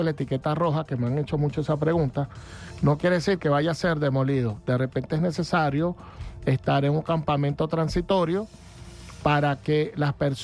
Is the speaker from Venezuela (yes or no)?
yes; Venezuela; nuestra patria, nuestra amada República Bolivariana de Venezuela.